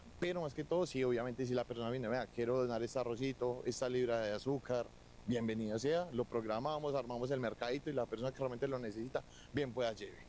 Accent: Pereira, Risaralda, Colombia; Soy pereirano y esto es para la comunidad.

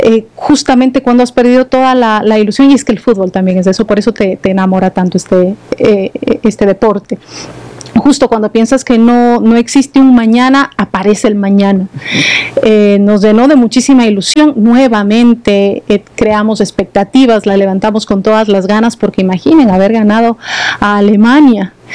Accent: Ecuador; lo emocionada que estaba como ecuatoriana

